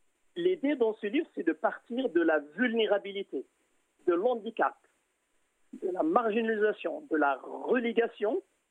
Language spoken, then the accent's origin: French; Drâa-Tafilalet, Morocco; chez nous dans le Tafilal